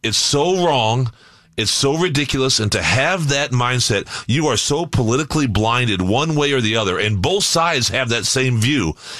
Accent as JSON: {"language": "English", "town": "St. Louis", "region": "Missouri", "country": "United States", "tie": "born or raised there", "said": "growing up in St. Louis"}